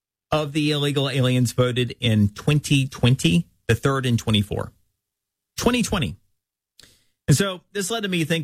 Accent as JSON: {"language": "English", "region": "Florida", "country": "United States", "said": "For example, in my home state of Florida, where this story emanated from this week"}